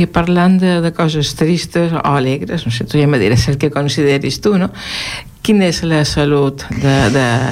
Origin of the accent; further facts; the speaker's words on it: Mallorca, Balearic Islands, Spain; moved away as an adult; now in Catalonia, Spain; jo som de Mallorca, no? I vaig venir aquí